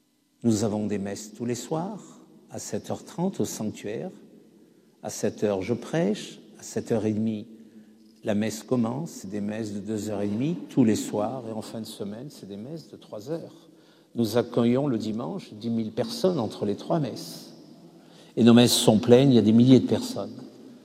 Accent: France; now in Campinas, Brazil; Je suis français, j'habite le Brésil depuis 40 ans, à Campinas, dans le sud du Brésil. Campinas est une ville de 2 millions d'habitants à 80 km de São Paulo.

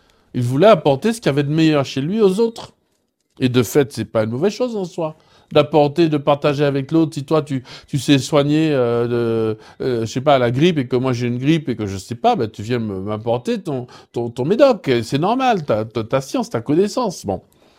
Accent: Martinique, France; je suis de la France, de la Martinique.

